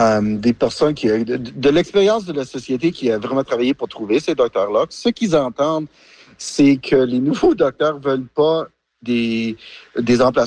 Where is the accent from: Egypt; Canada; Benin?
Canada; Alberta; now in Quadra Island, Canada; moi, je viens de l'Alberta.